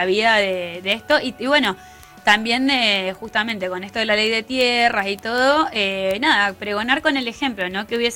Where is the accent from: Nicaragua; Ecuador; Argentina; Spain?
Argentina; En noviembre no sé si vamos a seguir siendo argentino